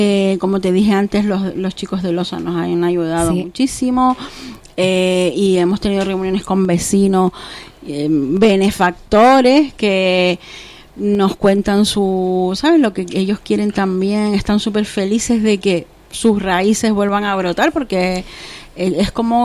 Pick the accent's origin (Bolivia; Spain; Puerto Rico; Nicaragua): Spain; Tenerife, Canary Islands; now in La Angostura, Spain; Yo soy de Tenerife.